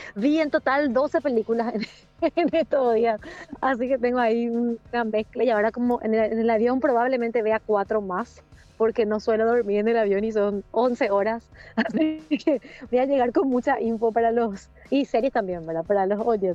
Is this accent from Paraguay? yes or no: yes; Paraguay; ¿de dónde sos? De Paraguay